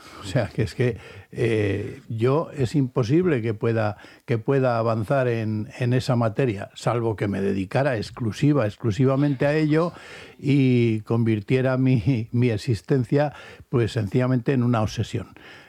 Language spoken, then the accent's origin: Spanish; Basque Country, Spain; y yo soy de Encartaciones y sé lo que es, ¿no?